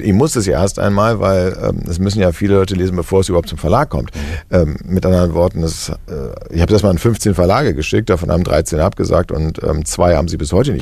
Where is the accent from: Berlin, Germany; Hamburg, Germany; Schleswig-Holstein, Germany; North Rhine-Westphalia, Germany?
Berlin, Germany; born there; ich bin in Berlin geboren